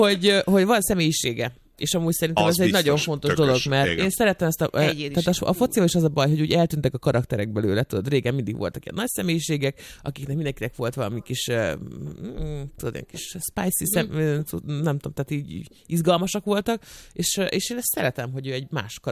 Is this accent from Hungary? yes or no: yes; Hungary; Én tisztességes magyar nő vagyok